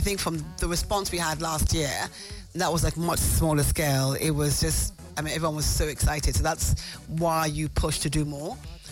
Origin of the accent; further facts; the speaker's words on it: Nigeria; being Nigerian is what makes us, behave the way that we behave